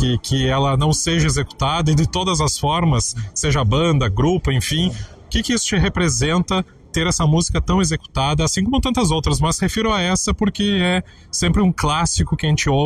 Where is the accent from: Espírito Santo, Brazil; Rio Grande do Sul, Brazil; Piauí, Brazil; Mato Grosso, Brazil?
Rio Grande do Sul, Brazil; Porto Alegre; eu como porto-alegrense